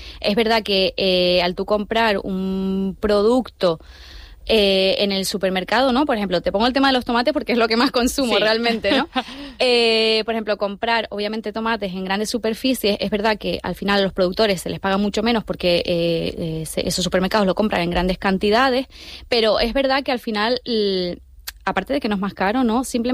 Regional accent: La Palma, Canary Islands, Spain; la isla de La Palma, que es de donde yo soy, pues es uno de los motores económicos principales. Entonces, también es verdad que yo vengo de una familia en la que siempre se ha trabajado el campo

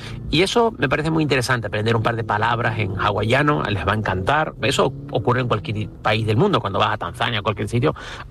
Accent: Canary Islands, Spain; a nosotros que somos españoles, canarios

